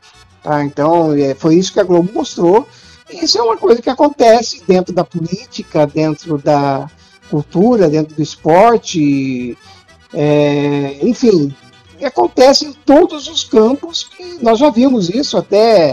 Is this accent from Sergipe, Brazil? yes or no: no; Piracicaba, São Paulo, Brazil; aqui eu sou de Piracicaba, né, interior de São Paulo.